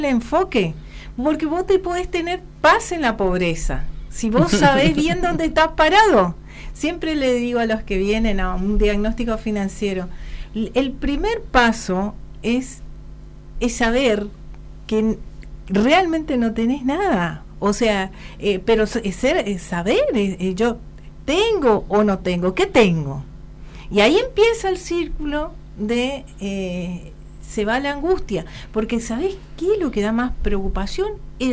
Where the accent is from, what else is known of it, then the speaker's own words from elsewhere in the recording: Puerto Rico, Misiones, Argentina; now in Posadas, Argentina; quiero recordar mi pueblo, Puerto Rico.